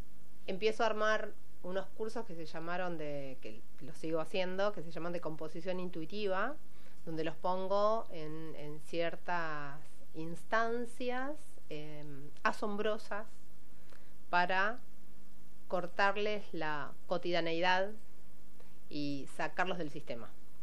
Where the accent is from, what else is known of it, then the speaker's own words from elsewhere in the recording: Buenos Aires Province, Argentina; Este es el barrio donde yo nací, fui a la escuela 84, fui abanderada de la escuela 84, y al jardincito que está por acá.